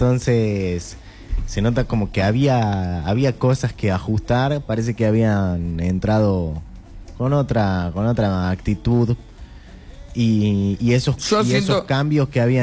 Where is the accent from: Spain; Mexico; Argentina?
Argentina; siendo argentino